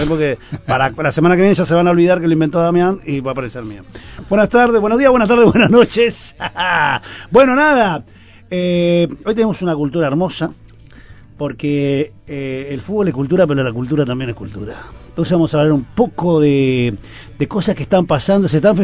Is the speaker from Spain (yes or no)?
no; Uruguay